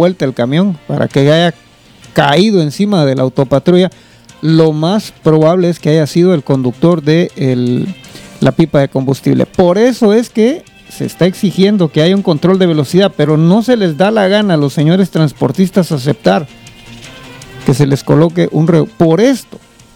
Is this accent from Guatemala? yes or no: yes; Guatemala